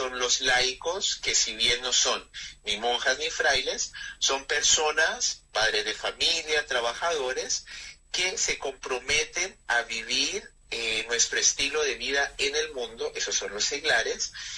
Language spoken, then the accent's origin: Spanish; Popayán, Cauca, Colombia; now in Argentina; yo creo que ya por mi tonada ya se dieron cuenta que no soy argentino. Está bien, yo soy de Colombia.